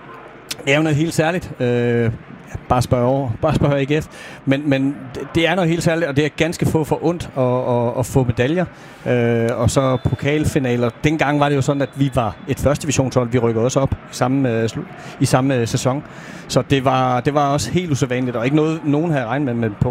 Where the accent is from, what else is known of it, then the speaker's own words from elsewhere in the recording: Odense, South Denmark, Denmark; Altså, nu er sagen jo den, at jeg er odenseaner og flytter tilbage igen.